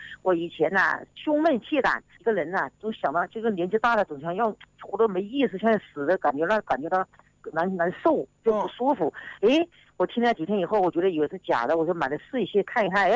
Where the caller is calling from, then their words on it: Wuhan, Hubei, China; 我是武汉的，武汉汉口的。